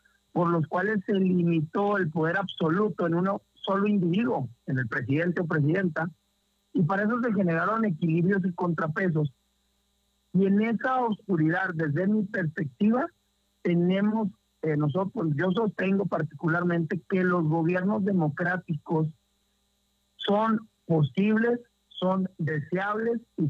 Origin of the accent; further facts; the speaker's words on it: Ciudad Juárez, Chihuahua, Mexico; como buenos juarenses y chihuahuenses